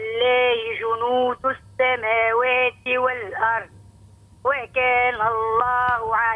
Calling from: Dar Chaabane, Nabeul Governorate, Tunisia; من دار شعبان.

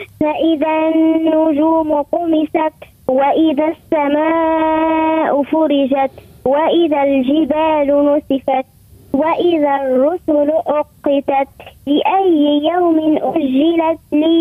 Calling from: Gafsa, Gafsa Governorate, Tunisia

